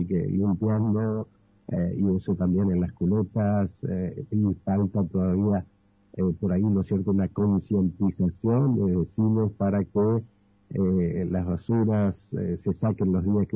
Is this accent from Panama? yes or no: no; Argentina; soy capitalino